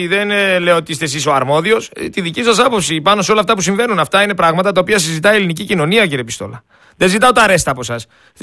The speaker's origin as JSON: {"language": "Greek", "country": "Greece", "said": "Εγώ είμαι ένας Έλληνας πολίτης λοιπόν, και αυτός θα γίνει ο έλεγχος και να γίνει, και εγώ θα απαντήσω."}